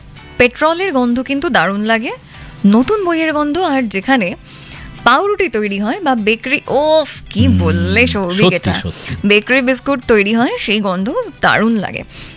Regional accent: Kolkata, West Bengal, India; উত্তর কলকাতাতে বড় হয়েছি

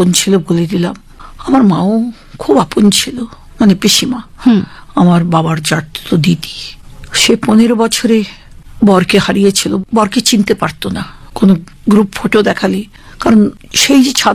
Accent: Bangladesh; moved away; প্রতিবেশী বলতে ওটা হিন্দু প্রধান গ্রাম যেহেতু ছিল, পাকিস্তানের 4 বছর পরে তো আমার জন্ম, তখন তো ওটা পূর্ব পাকিস্তান, তো ওখানে হিন্দুরা আর ছিলেন না প্রায়, সমস্ত ওই মালদার কুচবিহার থেকে যাওয়া মুসলমান প্রতিবেশী

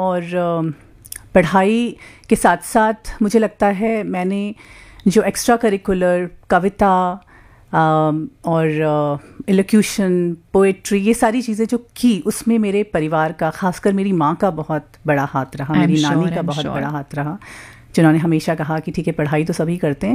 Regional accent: Uttarakhand, India; मैं पहाड़ों से आती हूँ, आई एम अ प्राउड पहाड़ी, उत्तराखंड की वादियों से।

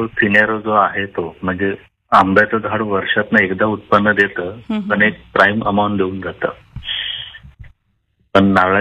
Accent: Mumbai, Maharashtra, India; moved away as an adult; मुळात मी मुंबईचाच आहे. 2011 मुंबई सोडून गावाकडे आलेलो आहे.

